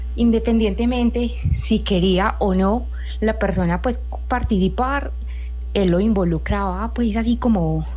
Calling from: Pereira, Risaralda, Colombia; Estoy en Pereira.

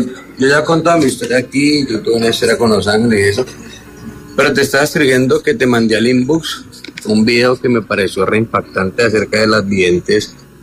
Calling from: Cali, Valle del Cauca, Colombia

